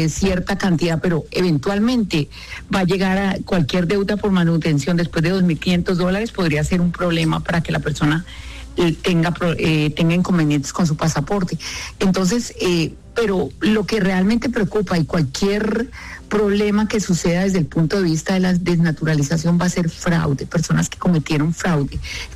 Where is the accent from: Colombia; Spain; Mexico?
Colombia; now in United States; yo soy colombiana de raca, sí, mandraca, a mí todo tiene que ver en Colombia, con Colombia y para Colombia y por Colombia.